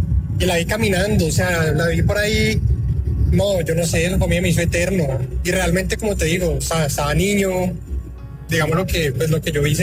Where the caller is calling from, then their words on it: Cali, Valle del Cauca, Colombia; Parce, desde Cali.